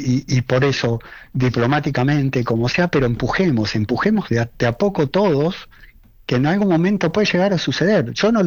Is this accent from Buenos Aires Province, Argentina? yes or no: yes; Pinamar, Buenos Aires Province, Argentina